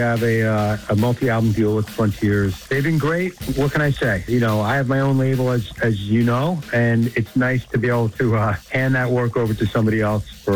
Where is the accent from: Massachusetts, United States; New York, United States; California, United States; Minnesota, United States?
New York, United States; New York City; we played in my hometown, New York City.